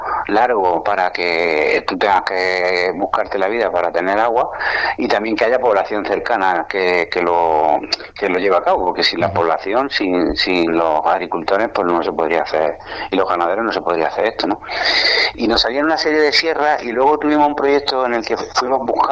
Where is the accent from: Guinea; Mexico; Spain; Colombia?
Spain; Andalusia; la zona de Guadí, que es de donde soy yo